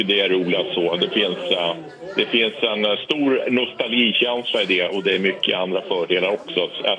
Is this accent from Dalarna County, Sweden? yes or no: no; Luleå, Norrbotten County, Sweden; moved away as an adult; also born or lived in Kiruna; now in Stockholm, Sweden; Jag är faktiskt född i Kiruna och uppväxt i Luleå. Men jag har bott i 40 år i Stockholm.